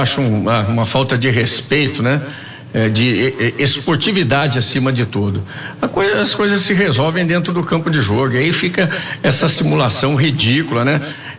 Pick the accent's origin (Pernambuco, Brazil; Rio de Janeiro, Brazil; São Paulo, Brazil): São Paulo, Brazil; Campinas